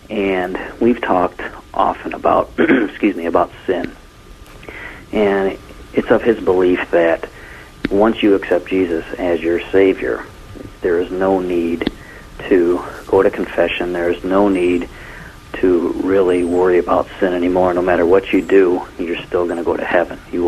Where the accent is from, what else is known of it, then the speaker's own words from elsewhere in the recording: Redford, Michigan, United States; I'm from Redford, Michigan.